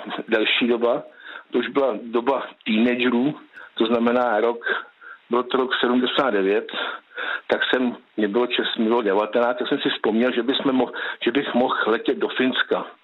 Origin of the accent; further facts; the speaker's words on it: Plzeň, Plzeň Region, Czechia; protože můj otec, jsem z Plzně, můj otec pracoval ve Škodovce jako já celý život